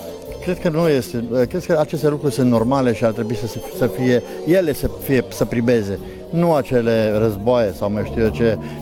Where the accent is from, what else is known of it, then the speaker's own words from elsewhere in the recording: Lipova, Arad County, Romania; nu suntem doar din Lipova